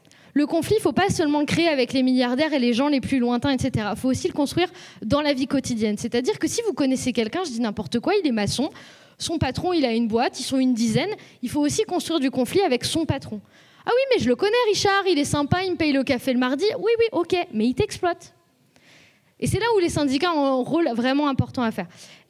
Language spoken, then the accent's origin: French; Lyon, Auvergne-Rhône-Alpes, France; now in Toulouse, France; en ce moment j'habite à Toulouse et de base je suis de Lyon